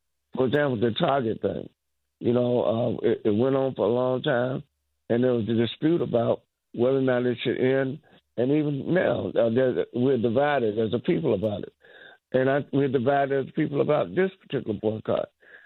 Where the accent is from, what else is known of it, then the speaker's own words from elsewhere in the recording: Oxford, North Carolina, United States; I was standing up challenging racism in my hometown, Oxford, North Carolina, because I knew it wasn't right.